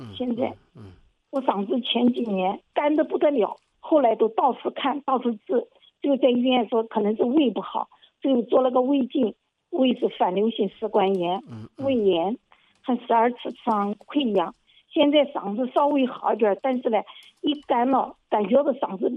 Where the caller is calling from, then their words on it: Xiangyang, Hubei, China; 我是襄阳人，